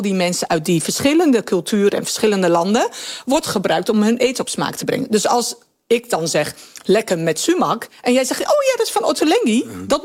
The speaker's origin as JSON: {"language": "Dutch", "town": "Winterswijk", "region": "Gelderland", "country": "Netherlands", "said": "omdat ik Marokkaanse ben uit Winterswijk"}